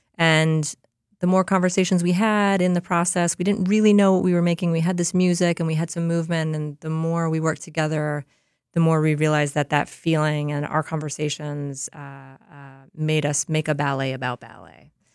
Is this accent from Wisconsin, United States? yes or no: yes; Lake Geneva, Wisconsin, United States; now in Milwaukee, United States; I grew up in Lake Geneva.